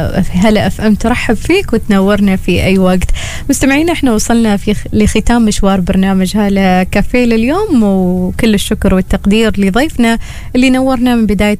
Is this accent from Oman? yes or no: yes; Oman; ثقافتنا كعمانيين